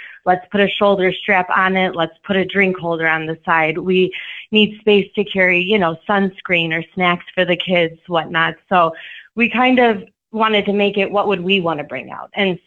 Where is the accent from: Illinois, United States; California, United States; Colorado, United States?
Illinois, United States; So I grew up in Illinois, but I spent my summers out in Wisconsin with my family fishing.